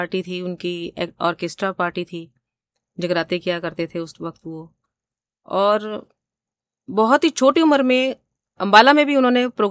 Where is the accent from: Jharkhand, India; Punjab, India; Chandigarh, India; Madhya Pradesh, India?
Chandigarh, India; मेरा जन्म चंडीगढ़ में ही हुआ और चंडीगढ़ में ही शिक्षा दीक्षा हुई। बहुत ही खूबसूरत माहौल हुआ करता था चंडीगढ़ का उन दिनों, आज तो बहुत ज़्यादा रश हो गया। उन दिनों बहुत शांत सड़कें हुआ करती थी, झील का किनारा हुआ करता था शांत।